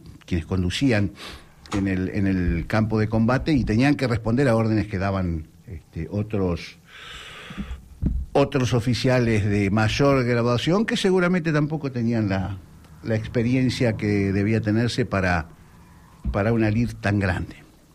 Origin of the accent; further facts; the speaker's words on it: Mar del Plata, Buenos Aires Province, Argentina; born there; Yo nací en Mar del Plata.